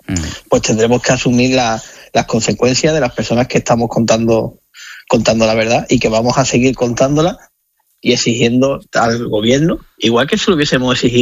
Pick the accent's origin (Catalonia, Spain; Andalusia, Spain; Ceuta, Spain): Ceuta, Spain; yo ante todo soy ceutí y soy caballa. Entonces tengo que defender mi ciudad.